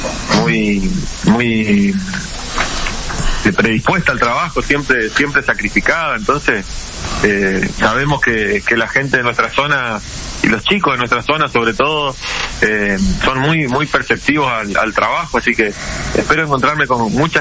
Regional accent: Chaco, Argentina; moved away; yo soy chaqueño, sí. Nací criado en el Chaco, creo que la idiosincrasia de los norteños es bastante similar

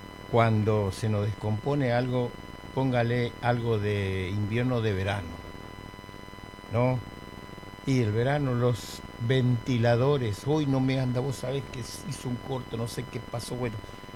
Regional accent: Presidencia de la Plaza, Chaco, Argentina; en 15 kilómetros de mi pueblo, Presidencia de la Plaza.

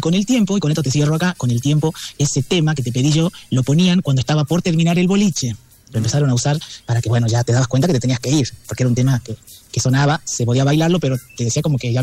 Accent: Hipólito Yrigoyen, Argentina; moved away; me trae muchos lindos recuerdos de mi infancia allá en Hipólito Yrigoyen.

